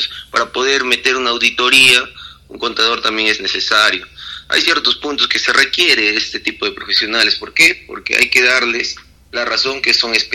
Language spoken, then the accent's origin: Spanish; Tocache, San Martín, Peru; born there; tocachino de nacimiento